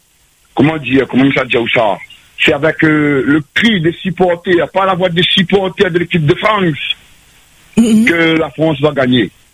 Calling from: Réunion; moi je suis fier d'être français. Français, fier d'être réunionnais.

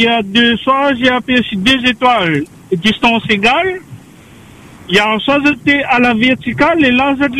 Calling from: Saint-Denis, Réunion; là je suis à Sainte-Clotilde

